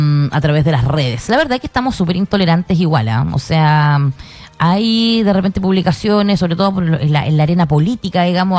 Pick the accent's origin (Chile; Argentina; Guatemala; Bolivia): Chile; no nos hace bien como chilenos